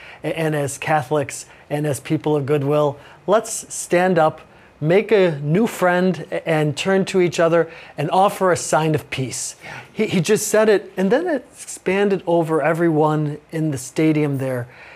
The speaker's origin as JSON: {"language": "English", "town": "Chicago", "region": "Illinois", "country": "United States"}